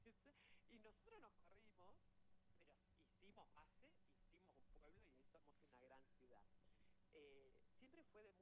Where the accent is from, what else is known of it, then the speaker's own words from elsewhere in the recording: Cutral Có, Neuquén, Argentina; yo específicamente soy de Cutralcó